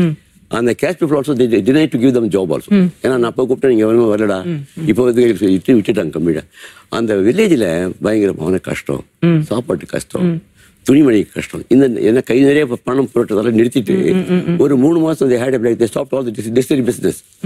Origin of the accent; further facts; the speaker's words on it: India; moved away as an adult; now in Vellore, India; எனக்கு சொந்த ஊர் வந்து பாம்பூர் தான். அங்கே நான் அந்த 1971 அந்த ஊருக்கு நான் போனேன்.